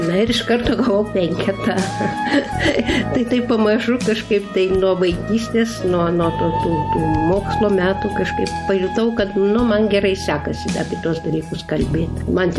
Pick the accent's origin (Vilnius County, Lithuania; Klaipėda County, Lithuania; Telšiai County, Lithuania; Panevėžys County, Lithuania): Vilnius County, Lithuania; Vilnius; now in Utena, Lithuania; Na, iš tikrųjų, aš esu vilnietė ir Vilniuje ir mokyklą baigiau Salomėjos Nėries